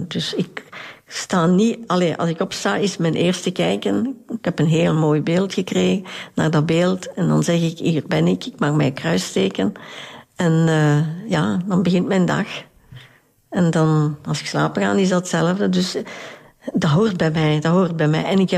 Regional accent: Tienen, Flanders, Belgium; ik ben geboren en getogen in Tienen, dus ik ken Tienen heel goed

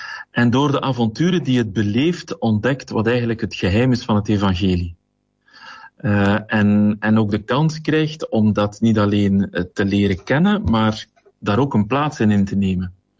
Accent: Kortrijk, Flanders, Belgium; Heel kort … ik ben afkomstig uit Kortrijk, gehuwd, vader van 3 bijna volwassen zonen

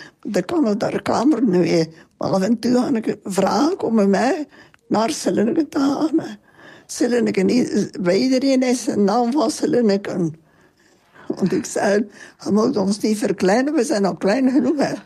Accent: Halmaal, Flanders, Belgium; Ik ben van Halmaan. En dat is maar twee dorpen verder.

